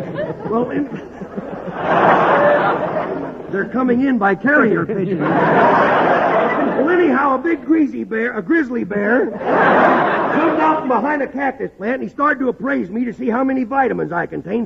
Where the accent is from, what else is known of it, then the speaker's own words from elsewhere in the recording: Texas, United States; born there; Well, I was born in Texas.